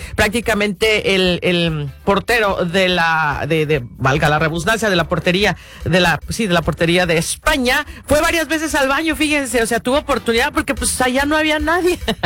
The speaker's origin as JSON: {"language": "Spanish", "country": "Mexico"}